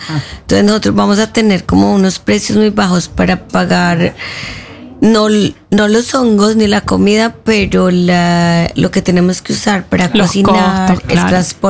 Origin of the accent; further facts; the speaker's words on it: Medellín, Antioquia, Colombia; now in Oslo, Norway; yo soy de Medellín, o sea, me crié en Medellín